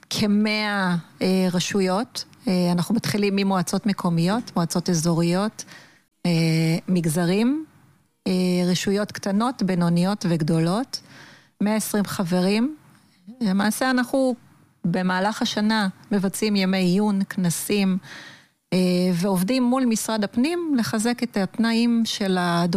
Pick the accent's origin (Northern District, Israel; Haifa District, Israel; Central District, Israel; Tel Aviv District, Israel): Central District, Israel; Netanya; דוברת של עיריית נתניה, העיר שלי, העיר שגדלתי בה.